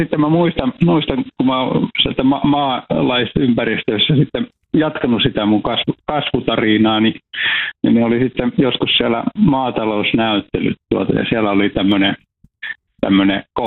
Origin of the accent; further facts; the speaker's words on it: Iisalmi, Northern Savonia, Finland; mä oon syntynyt siellä Iisamme Peltosalmella ja mä oon ihan vauvana asunut samassa talossa.